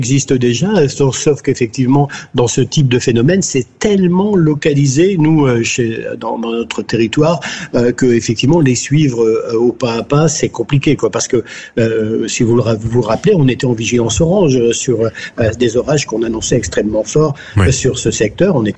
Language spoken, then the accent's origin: French; France; chez nous, en France